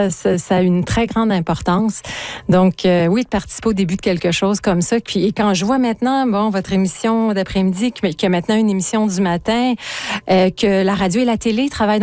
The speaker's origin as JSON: {"language": "French", "town": "Trois-Rivières", "region": "Quebec", "country": "Canada", "tie": "born there", "moved": "yes", "said": "Moi, je suis née à Trois-Rivières. Toute ma parenté est à Trois-Rivières, des deux côtés du fleuve aussi."}